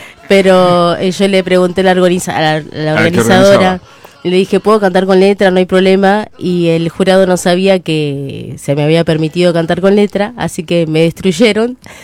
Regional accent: Garín, Buenos Aires Province, Argentina; now in Don Torcuato, Argentina; yo soy de Garín. Ahora estoy viviendo en Don Torcuato

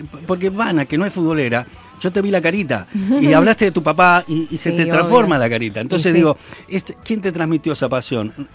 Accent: Lomas de Zamora, Buenos Aires Province, Argentina; Yo soy de Lomas

